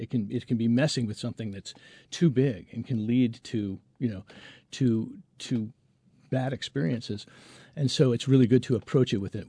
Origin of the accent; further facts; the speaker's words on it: Vermont, United States; As a Vermonter, as a Vermont writer